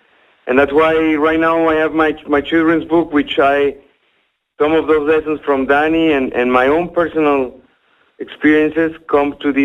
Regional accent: Guadalajara, Jalisco, Mexico; English is a second language; But I always brought to the table that I was from Guadalajara and that I like to say gracias and celebrate with tequila and bring some mazapanes, which are my favorite candies from Mexico.

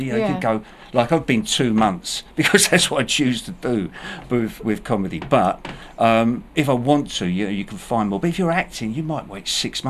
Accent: London, United Kingdom; But I can't get on EastEnders, and I'm from the East End.

